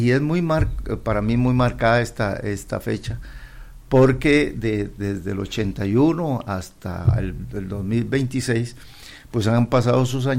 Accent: Costa Rica

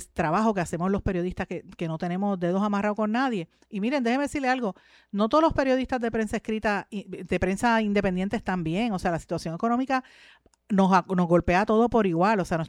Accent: Puerto Rico; mío como puertorriqueño

